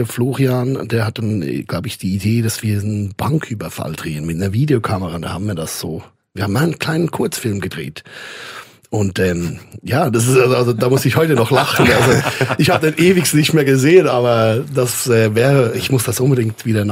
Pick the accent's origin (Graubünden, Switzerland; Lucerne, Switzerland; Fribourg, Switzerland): Lucerne, Switzerland; Vitznau; Aber ich bin ja tatsächlich im Hotel Fitznauer Hof aufgewachsen, eine Art. Also meine Mutter ist da aufgewachsen